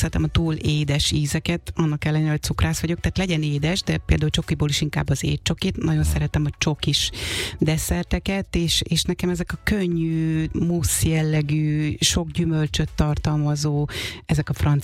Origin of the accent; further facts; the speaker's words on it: Békés, Hungary; Békés megyéből származom egyébként, és ott ez egy tradicionális süti.